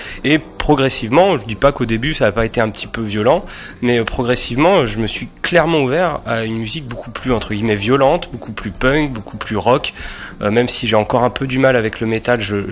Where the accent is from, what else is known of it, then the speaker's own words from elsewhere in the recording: Bourges, Centre-Val de Loire, France; on est de la région centre, moi je viens de Bourges.